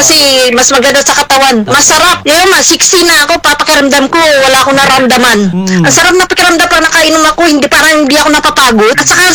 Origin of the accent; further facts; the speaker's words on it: Bacoor, Calabarzon, Philippines; moved away as an adult; now in Hong Kong; Taga Molino Bacoa ako. Tapos, nandito ngayon sa, ano, sa Hong Kong. DH ako dito.